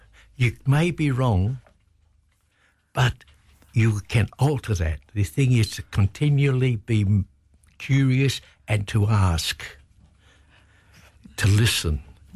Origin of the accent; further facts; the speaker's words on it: Victoria, Australia; born there; moved away as an adult; also born or lived in Roebourne; my heritage is 65,000 years ago. I was born in Wurundjeri country